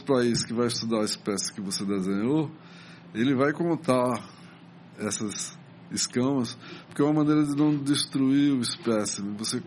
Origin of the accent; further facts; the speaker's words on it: Recife, Pernambuco, Brazil; Eu ali, quando era criança que morava na Rua Imperial, eu tive contato com... Atrás ali existia o Rio Cabaribe, era muito maior.